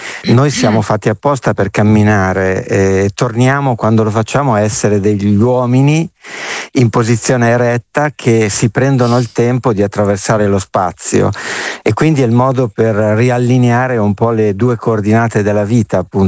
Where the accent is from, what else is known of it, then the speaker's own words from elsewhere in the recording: La Spezia, Liguria, Italy; born there; sono nato a La Spezia